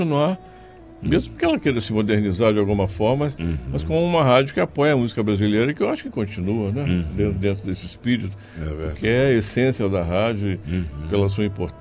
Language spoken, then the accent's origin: Portuguese; Belo Horizonte, Minas Gerais, Brazil; born there; also born or lived in Bambuí; eu nasci em Belo Horizonte, mas minha família é de Bambuí, que é oeste de Minas.